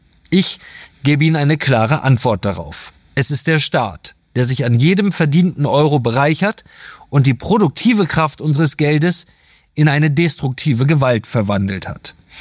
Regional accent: Germany; Als Gesellschaft, als Deutsche sind wir fähig, uns ein einzigartig lebenswertes Land zu schaffen

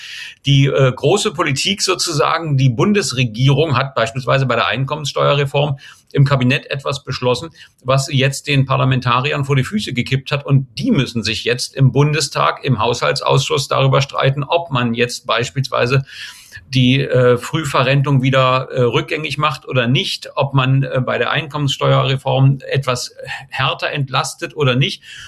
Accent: Köpenick, Berlin, Germany; Ich bin in Köpenick aufgewachsen, das ist gleich nebenan.

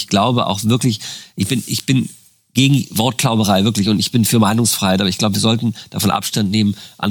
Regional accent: Berlin, Germany; Als Berliner sind wir uns auch vertraut

